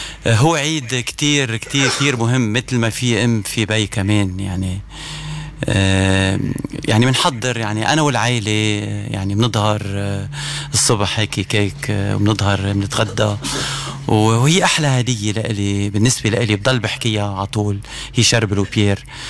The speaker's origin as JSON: {"language": "Arabic", "country": "Lebanon", "moved": "yes", "lives_now": "Australia", "said": "بهالبلد اللي عم نعيش فيه، هوني أستراليا بتجنن، بس هني الأسترالية بحبونا لأنه نحن لبنانية، لأنه نحن بنحكي عربي"}